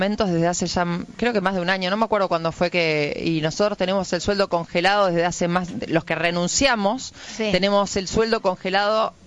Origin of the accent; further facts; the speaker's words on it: Santa Fe, Argentina; yo soy de Santa Fe